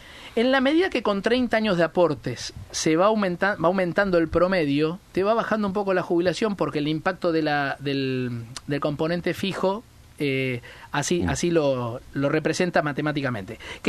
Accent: Argentina; now in Patagonia, Argentina; Yo soy de Buenos Aires

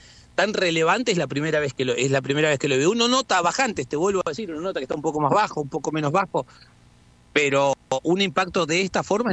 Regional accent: Chubut, Argentina; en nuestra provincia tenemos un lugar maravilloso como es Puerto Madryn

